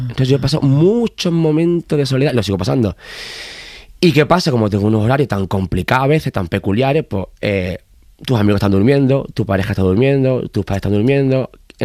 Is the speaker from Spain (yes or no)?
yes; a village in Cádiz province, Andalusia, Spain; also born or lived in San Fernando, Cádiz; toda mi infancia la viví en Alcaldelo Azul, que es un pueblo de Cádiz. Luego ya después de bachillerato y tal, me mudé a San Fernando, a la isla, a la de Cádiz.